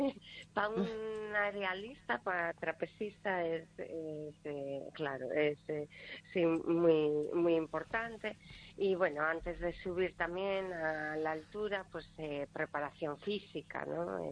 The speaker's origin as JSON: {"language": "Spanish", "town": "Valladolid", "region": "Castile and León", "country": "Spain", "also_born_or_lived": "Madrid / London", "moved": "as an adult", "said": "soy de Valladolid. En Valladolid había una asociación de malabaristas y bueno, empecé por ahí, tendría 14, 15 años y luego ya fui a Madrid en el 99 a estudiar."}